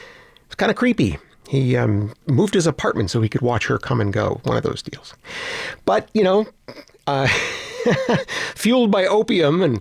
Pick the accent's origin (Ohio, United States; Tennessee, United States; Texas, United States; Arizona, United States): Ohio, United States; Cleveland; moved away; my hometown band